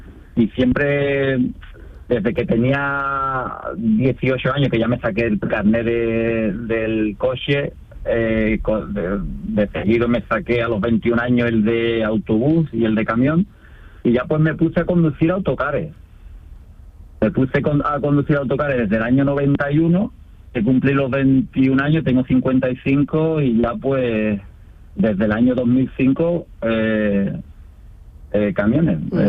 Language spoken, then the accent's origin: Spanish; Estella del Marqués, Andalusia, Spain; now in Guadalcacín, Spain; Pues yo soy de una pedanía rural de aquí de Jerez, soy de Estella del Marqués, pero estoy empadronado y actualmente vivo en Guadalcacín. Es un pueblo también rural de aquí de la zona.